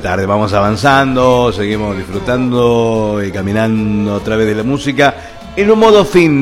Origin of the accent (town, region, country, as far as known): Argentina